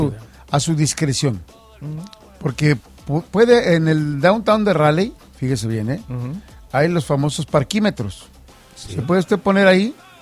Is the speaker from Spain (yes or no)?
no; Mexico; Nosotros los mexicanos sí somos bien alegres.